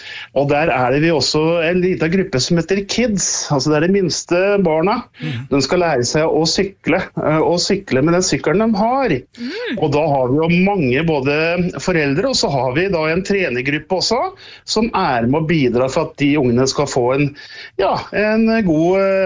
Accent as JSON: {"language": "Norwegian", "town": "Brøttum", "region": "Innlandet", "country": "Norway", "tie": "born or raised there", "said": "og det begynte jo gjerne med noen små skirenn på den lysløperen hjemme på Brøttum da."}